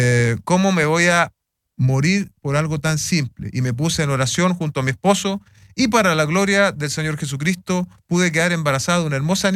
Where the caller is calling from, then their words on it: Talca, Maule, Chile; Buenas tardes, mis hermanos. Bendiciones. … de Talca.